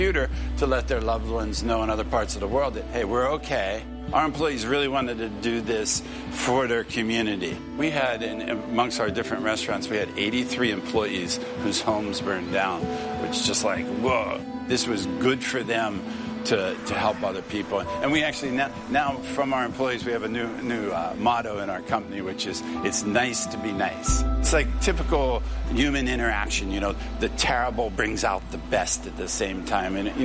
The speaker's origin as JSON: {"language": "English", "town": "Pittsburgh", "region": "Pennsylvania", "country": "United States", "tie": "born or raised there", "also_born_or_lived": "Philadelphia / Frankfurt, Germany", "lives_now": "Hawaii, United States", "said": "I grew up in Pittsburgh, went to school in Philadelphia, and then I did a chef's apprenticeship with the Rock Resorts. After that, I worked in Frankfurt, Germany. And then in 1983, I came to Hawaii as a cook"}